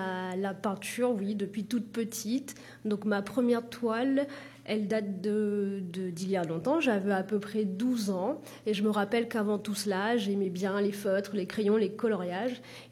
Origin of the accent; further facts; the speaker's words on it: Les Avirons, Réunion; now in La Possession, Réunion; je suis originaire de La Réunion, donc des Avirons. J'habite actuellement à La Possession.